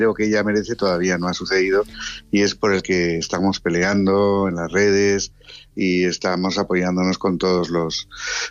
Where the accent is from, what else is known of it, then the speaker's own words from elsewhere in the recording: Madrid, Community of Madrid, Spain; born there; Pero soy también al mismo tiempo el único que es de Madrid. Soy, yo nací en Madrid.